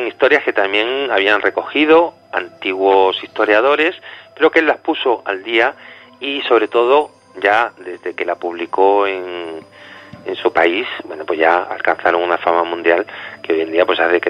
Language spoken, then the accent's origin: Spanish; Granada, Andalusia, Spain; yo el primero, siendo granadino y siendo de aquí y habiéndome criado en Granada